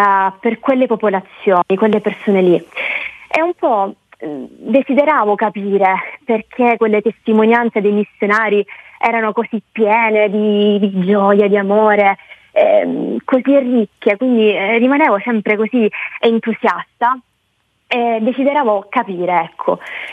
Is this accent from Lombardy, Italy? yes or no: no; Catania, Sicily, Italy; born there; ho 25 anni e sono nata a Catania.